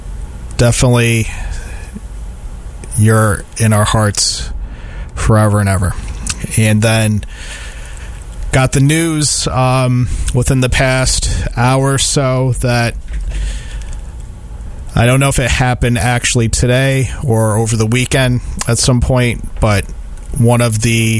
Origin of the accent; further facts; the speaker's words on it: Lansingburgh, New York, United States; Back in the day, I grew up in Lansingburg